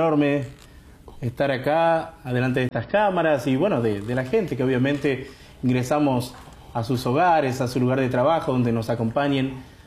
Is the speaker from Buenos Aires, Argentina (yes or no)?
no; Mercedes, Corrientes, Argentina; nuestra ciudad de Mercedes, porque venimos de Mercedes Corrientes.